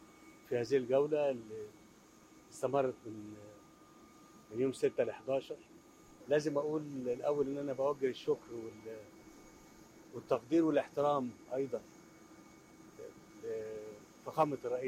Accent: Egypt; بلدنا مصر

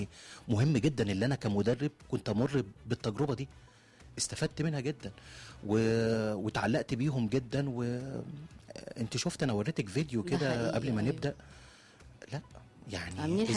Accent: Egypt; احنا مصريين

